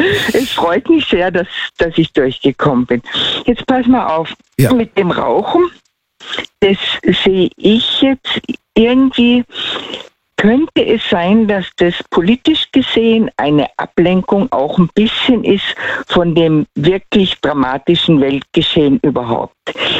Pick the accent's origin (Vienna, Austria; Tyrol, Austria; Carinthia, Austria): Tyrol, Austria; accent: Tyrolean